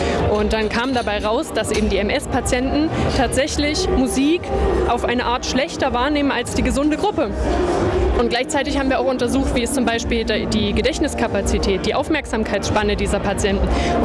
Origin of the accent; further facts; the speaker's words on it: Zwickau, Saxony, Germany; ich bin fast 26, bin in Zwickau nicht geboren, aber zumindest groß geworden, bin hier zur Schule gegangen